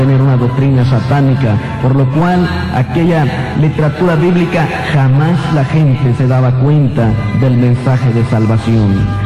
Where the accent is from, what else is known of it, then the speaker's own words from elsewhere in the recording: San Luis Potosí, Mexico; born there; nacido a 17 kilómetros de la ciudad de Matehuala, San Luis Potosí. Allí fue donde yo nací.